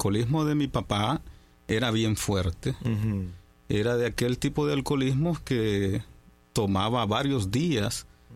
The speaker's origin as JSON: {"language": "Spanish", "region": "Managua", "country": "Nicaragua", "tie": "born there", "said": "Nací en Managua, Nicaragua."}